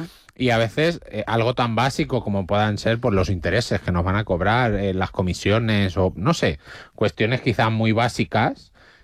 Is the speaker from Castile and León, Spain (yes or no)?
no; Vargas, Cantabria, Spain; En mi caso, en mi pueblo, en Vargas, pues no hay policía nacional, claro, era policía local.